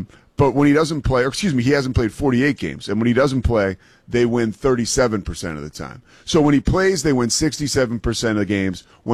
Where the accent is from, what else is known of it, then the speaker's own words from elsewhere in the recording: Philadelphia, Pennsylvania, United States; I'm from Philly. I have like pretty strong media ties there.